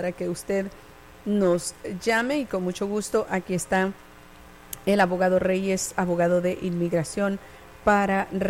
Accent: Honduras; Yo soy ciudadano y acabo de hacer una aplicación para mi hijo, que es mayor de edad y está casado. Somos de Honduras.

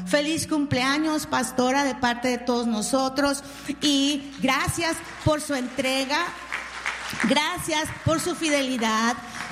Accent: Mexico; Yo soy mexicana, pero nunca escucho mariachi.

